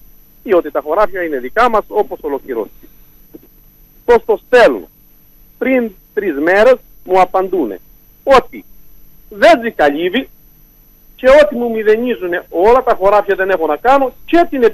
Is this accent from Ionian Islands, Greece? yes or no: no; Crete, Greece; born there; είμαι από το Μαχητριά, από τα Στερούσια Όρη.